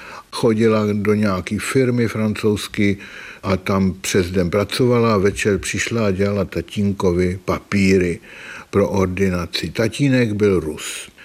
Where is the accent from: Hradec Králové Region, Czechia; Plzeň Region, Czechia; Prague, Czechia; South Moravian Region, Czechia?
Prague, Czechia; born there; Narodil jsem se v Praze, bydleli jsme na Staroměstském náměstí ve velkém bytě.